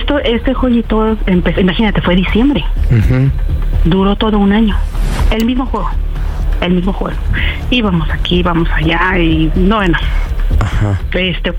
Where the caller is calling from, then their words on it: Cuautitlán Izcalli, State of Mexico, Mexico; Yo vivo en Cuautlán Izcalli.